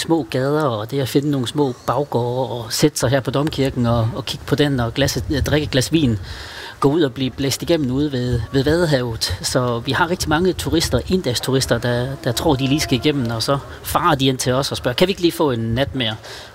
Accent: Jutland, Denmark; Vi er jo jyder.

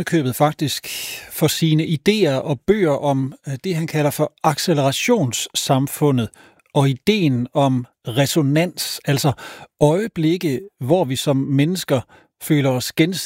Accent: Aarhus, Central Denmark Region, Denmark; jeg er aarhusianer

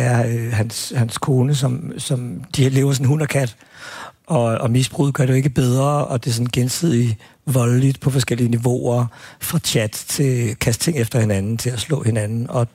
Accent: Albertslund, Capital Region of Denmark, Denmark; jeg voksede op i Appelslund, hvor vi havde to fængsler.

